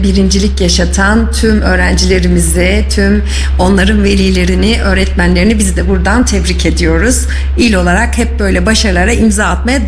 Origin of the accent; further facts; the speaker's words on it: Kayseri, Turkey; Tabii babasını nasıl gururlandırmıştır orasını bilmiyoruz ama biz bile bir Kayserili olarak bundan çok gurur duyduk.